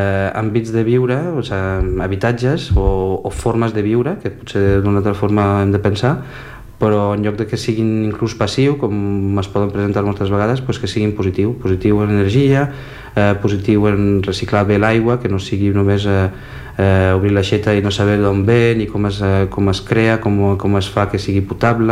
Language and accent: Catalan; Valencia, Valencian Community, Spain; now in Barcelona, Spain; vaig conèixer la meva parella, que és francesa, però la vaig conèixer al meu poble, a València